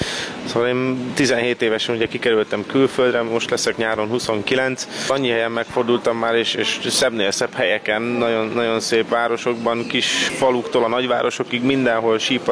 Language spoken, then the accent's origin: Hungarian; Budapest, Hungary; born or raised there